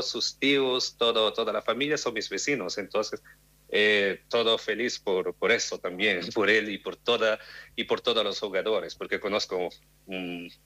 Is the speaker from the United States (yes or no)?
no; São Vicente, Cape Verde; nací y crecí aquí en Cabo Verde.